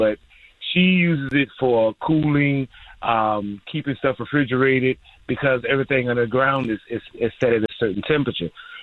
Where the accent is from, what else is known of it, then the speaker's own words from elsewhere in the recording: Virginia, United States; So I'm originally from Virginia, ex-military as well.